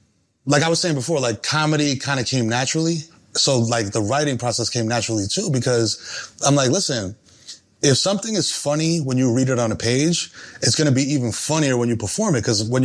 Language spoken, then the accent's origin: English; New York City, New York, United States; You know, first generation and growing up in the Bronx, it's like you believe that you can do certain things